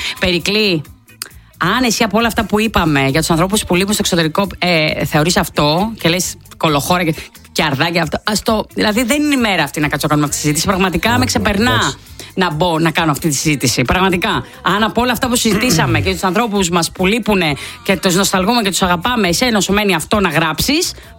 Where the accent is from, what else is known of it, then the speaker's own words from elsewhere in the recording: Western Greece, Greece; από τη Βάρδα Ηλίας από τα μέρη μου.